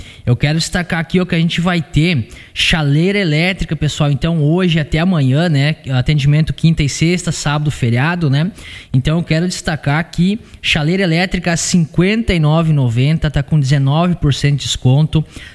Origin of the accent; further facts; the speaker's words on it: Palmitinho, Rio Grande do Sul, Brazil; Eu sempre falo que hoje eu tenho orgulho de lembrar de onde vim, né? Do interior lá de Palmitinho, então, filhos de pai e mãe, né? Do interior, né?